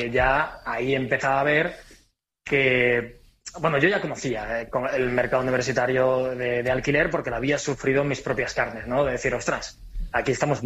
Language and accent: Spanish; Altea, Valencian Community, Spain; yo llegué de un pueblito de Alicante, de Altea, me fui a estudiar a Valencia con tres amigos del bachiller.